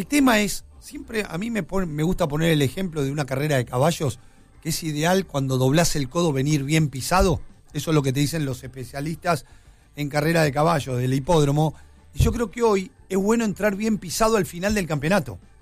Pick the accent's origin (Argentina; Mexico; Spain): Argentina; y yo todo, es como argentino, lo siento muy representado